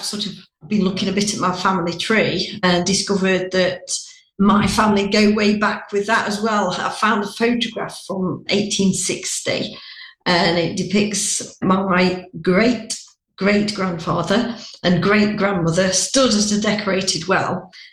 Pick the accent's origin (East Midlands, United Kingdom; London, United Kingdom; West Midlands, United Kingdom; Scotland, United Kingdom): East Midlands, United Kingdom; Tissington; Well, I was brought up in Tizington